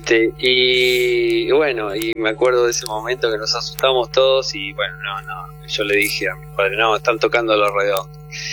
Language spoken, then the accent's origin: Spanish; Avellaneda, Buenos Aires Province, Argentina; Y bueno, sí, yo nací a 3 cuadras de la cancha de Racing, en una clínica que estaba ahí. Viví en Avellaneda, vivo en Avellaneda, todo en Avellaneda, trabajo en Avellaneda